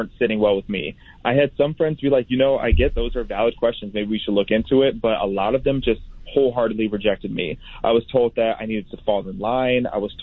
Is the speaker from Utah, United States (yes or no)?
no; Pontiac, Illinois, United States; born or raised there; also born or lived in Chicago